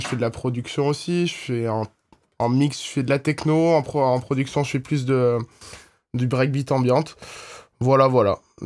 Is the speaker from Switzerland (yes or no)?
no; Avignon, Provence-Alpes-Côte d'Azur, France; Moi, je viens d'Avignon.